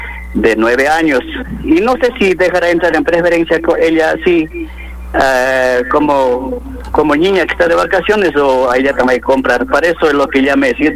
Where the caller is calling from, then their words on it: Azuay, Ecuador; soy transportista mixto Verde Loma, soy de Xucay y soy hincha absoluto de Cuenquita.